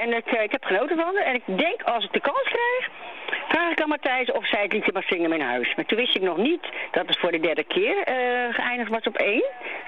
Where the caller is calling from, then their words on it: Alphen aan den Rijn, South Holland, Netherlands; Uit Alphen aan de Rijn.